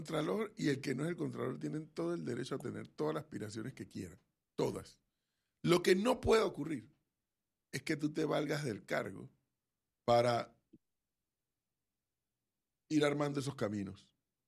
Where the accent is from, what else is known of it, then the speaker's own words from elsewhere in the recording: Panama; Yo como un panameño más